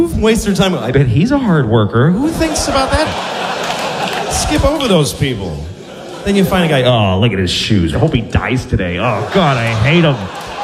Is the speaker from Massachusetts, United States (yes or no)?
yes; Boston, Massachusetts, United States; because I grew up in Boston, and in Boston people just beat each other for no reason.